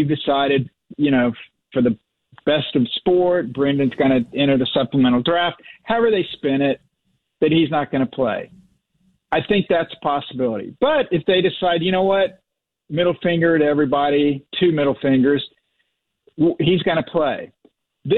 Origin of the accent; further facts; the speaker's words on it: Oklahoma, United States; but I grew up in Oklahoma.